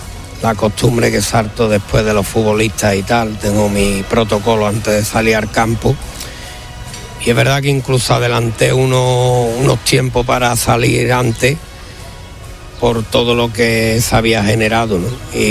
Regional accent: Gerena, Andalusia, Spain; moved away; hace 15 días estuve en Sevilla, estuve en mi pueblo, en Gerena

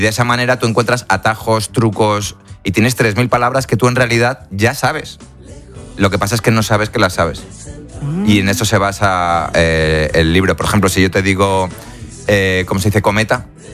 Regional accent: Spain; Esto está hecho precisamente porque yo soy español y yo he estado ahí.

